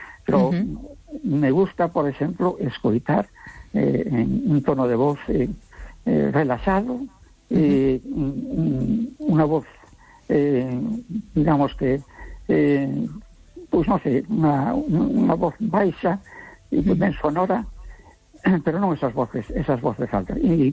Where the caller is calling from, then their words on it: A Coruña, Galicia, Spain; da Coruña.